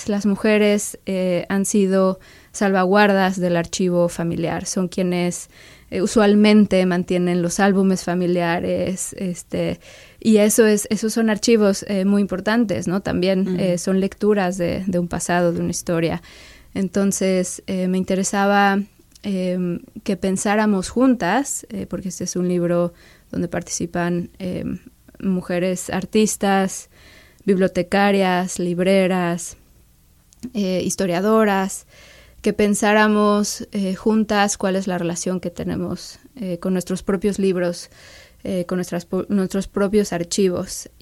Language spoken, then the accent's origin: Spanish; Cholula, Puebla, Mexico; Yo crecí en Cholula, y y no crecí yendo de niña a una biblioteca.